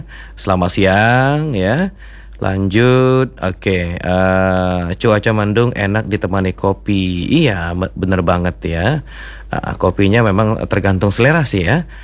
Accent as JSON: {"language": "Indonesian", "town": "Tanjung Pinang", "region": "Riau Islands", "country": "Indonesia", "tie": "born or raised there", "moved": "yes", "said": "Dah lama saya tak balik sana. Oh, ke Tanjung Pinang ya. Rindu juga dengan Tanjung Pinang kampung saya."}